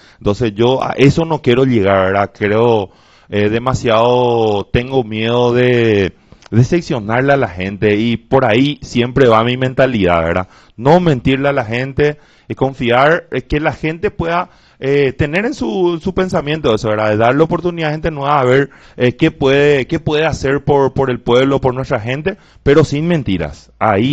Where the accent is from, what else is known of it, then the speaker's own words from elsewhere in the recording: Paraguay; mi barrio, que es el barrio General Genes, donde yo nací y crecí, que ahí en la fracción San Carlos